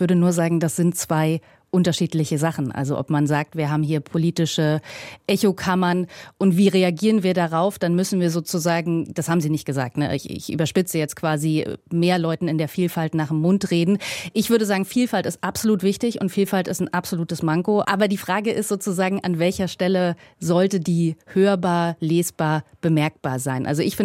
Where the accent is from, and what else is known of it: East Germany, Germany; born there